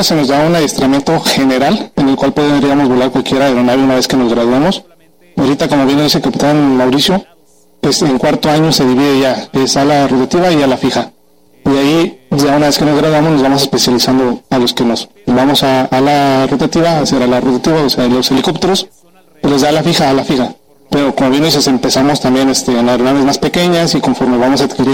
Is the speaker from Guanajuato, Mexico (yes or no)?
yes; Cortázar, Guanajuato, Mexico; Yo soy de Cortázar, Guanajuato.